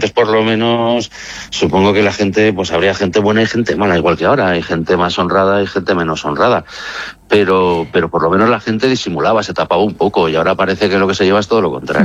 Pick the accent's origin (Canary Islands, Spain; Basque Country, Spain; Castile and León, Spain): Basque Country, Spain; San Sebastián; empecé en San Sebastián, de donde soy